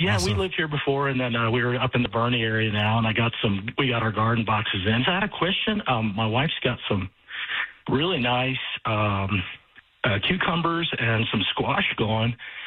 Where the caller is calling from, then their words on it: Mexico City, Mexico; Down in far south Texas, Mexico City.